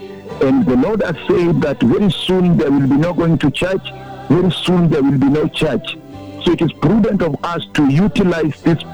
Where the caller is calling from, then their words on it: Soi, Uasin Gishu County, Kenya; I'm calling you from Soi region here in Uasin Gishu.